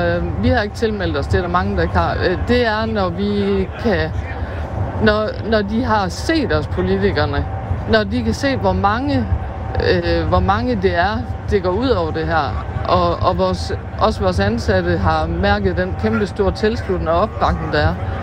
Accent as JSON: {"language": "Danish", "town": "Skave", "region": "Central Denmark Region", "country": "Denmark", "said": "Det er også, vi kommer fra Skave, og vi er jo bare en del af mange, som lever af landbruget."}